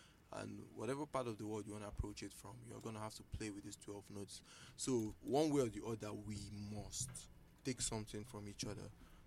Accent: Enugu State, Nigeria; I'm from Umuagudi. I'm from Enugu State.

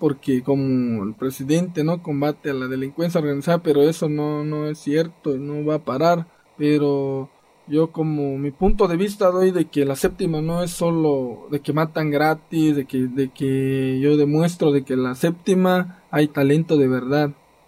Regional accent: Juchitán, Oaxaca, Mexico; Es el barrio donde yo nací, crecí ahí en Juchitán

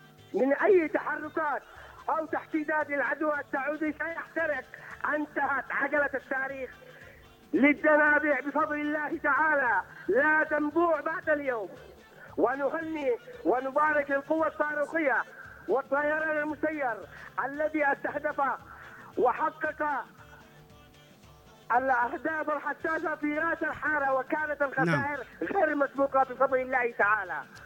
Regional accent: Taiz, Taiz Governorate, Yemen; born there; now in Sanaa, Yemen; انا من تعز وولدت في تعز وابوس ترابك يا تعز

